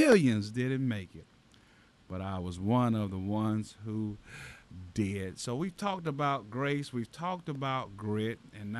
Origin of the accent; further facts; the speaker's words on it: West Palm Beach, Florida, United States; coming up back in Palm Beach County, Florida, downtown, those that know anything about Palm Beach County, I'm from Dunbar Village, the Polk and Bean City.